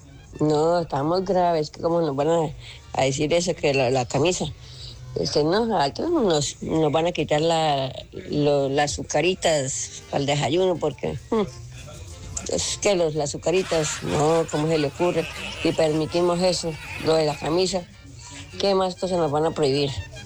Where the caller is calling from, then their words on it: Barranquilla, Atlántico, Colombia; Yo soy barranquillera y amo lo mío.